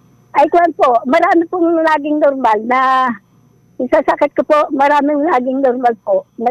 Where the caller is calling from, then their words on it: Lucena, Calabarzon, Philippines; Kaga-ilayang Iyam po, Lucina Sique